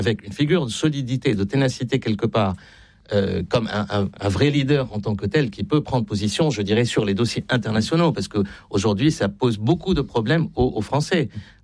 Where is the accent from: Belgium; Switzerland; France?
France; on a un peut manger notre chapeau aussi en tant que Français.